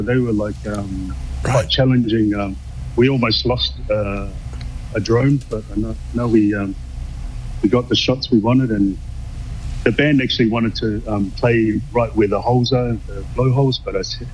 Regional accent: Samoa; born there; also born or lived in Christchurch, New Zealand; I'm from Samoa and I grew up in Christchurch but spent most of my life in Samoa.

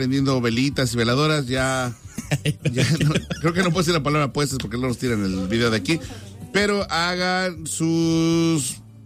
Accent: Mexico; moved away; siempre en México, no sé en Colombia, pero siempre tenemos una gordita en salchichonería

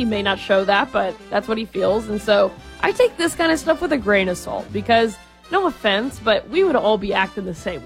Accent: Texas, United States; I'm just saying that as a Texan, I feel like everybody has a gun.

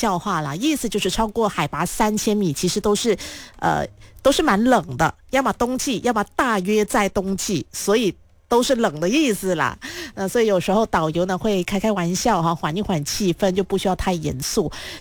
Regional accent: Malaysia

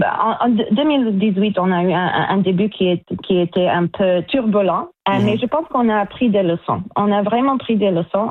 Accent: Canada; born there; French is a second language; also born or lived in Belgium; Et puis quand on a déménagé ici au Canada, j'ai toujours poursuivi les études de français, soit à l'école élémentaire ou secondaire. Et en fait, j'ai fait un mineur de langue française à l'Université de Toronto.

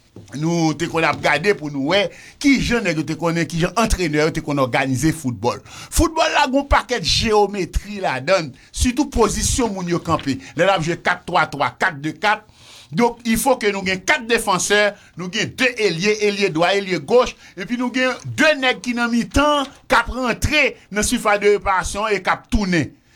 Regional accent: Haiti; Moi je suis un haïtien, je ne le dis pas avec ma bouche, mais je le dis dans mes actes.

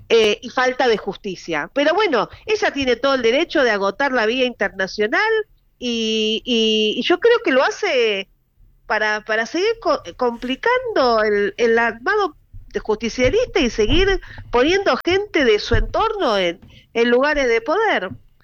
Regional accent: Argentina; los argentinos tenemos que buscar la forma de progresar económicamente

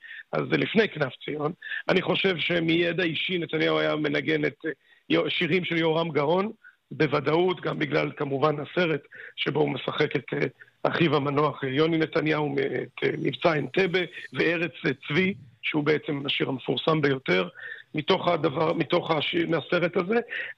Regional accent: Tel Aviv, Tel Aviv District, Israel; אני ראי תל אביבי

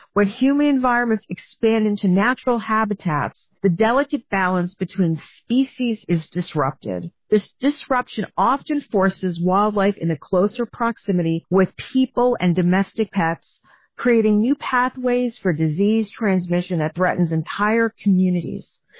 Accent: Florida, United States; You know, while thinking about what's going on in my home state of Florida

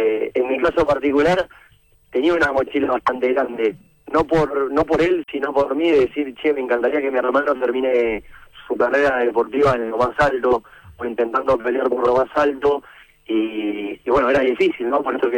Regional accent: Argentina; somos Argentina

